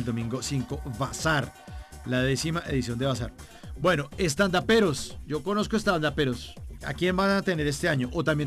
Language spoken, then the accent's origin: Spanish; Bogotá, Colombia; now in Medellín, Colombia; No, y le digo yo, que soy Rolo, María Carolina, yo vivo en Medellín, de hecho, yo vivo en Medellín.